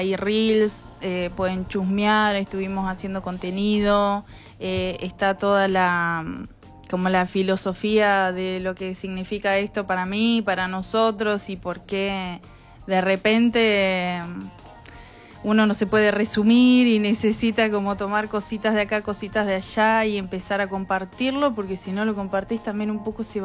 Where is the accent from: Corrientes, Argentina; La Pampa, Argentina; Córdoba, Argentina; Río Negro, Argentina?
La Pampa, Argentina; Santa Rosa; born there; also born or lived in San Martín, Buenos Aires Province / Moreno, Buenos Aires Province; No, de muy pequeña vivo acá en La Pampa, desde los 7 años.